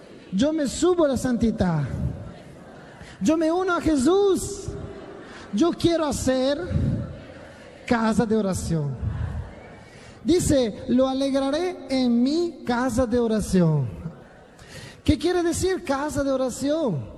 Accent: Italy; moved away; Yo soy italiano, por eso hago así.

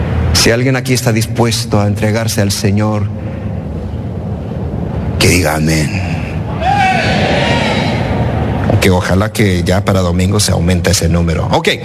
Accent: Mexico; Porque nosotros somos mexicanos y así somos, ¿verdad? Nos quedamos así juntitos.

